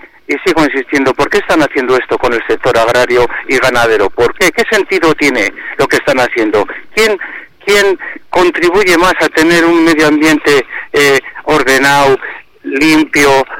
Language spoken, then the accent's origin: Spanish; Foncea, La Rioja, Spain; mi pueblo Foncea, si no es por la rápida intervención de los agricultores, se hubiese quemado.